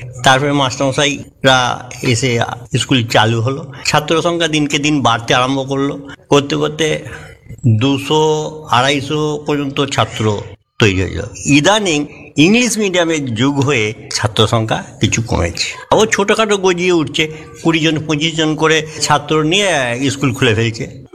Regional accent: West Bengal, India

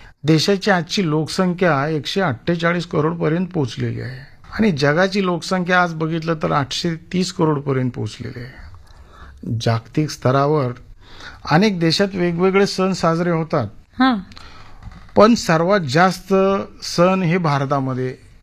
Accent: Asavali, Maharashtra, India; also born or lived in Bavda, Khandala taluka, Satara district; आसवली येथे माझे मूळ गाव असल्याने माझे शिक्षण माझ्या गावच्या इथे झाले. माझ्या या आसवली गावच्या तिन्ही बाजूंनी डोंगर आहेत आणि माझी शेतीही डोंगराच्या पायथ्याला आहे.

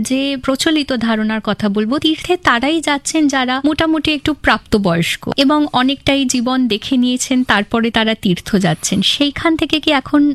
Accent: West Bengal, India; ভৌগোলিক বৈচিত্র্য আমাদের পশ্চিমবঙ্গের রাজ্যে এত আছে

